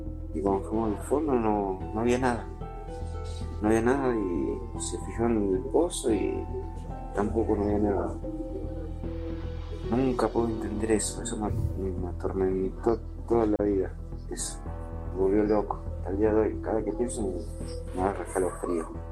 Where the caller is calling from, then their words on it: Gregorio de Laferrere, Buenos Aires Province, Argentina; de La Ferrera.